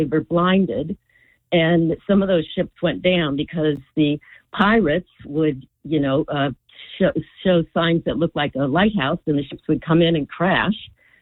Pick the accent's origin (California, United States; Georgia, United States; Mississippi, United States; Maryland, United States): California, United States; now in Point Pleasant, United States; I grew up in California from a camper family.